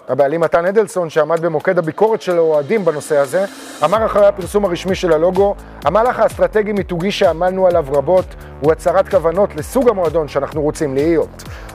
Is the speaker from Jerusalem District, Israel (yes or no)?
no; Kfar Saba, Central District, Israel; born there; אני בתור ילד בן 6 מסתובב ברחוב המעפילים בכפר סבא.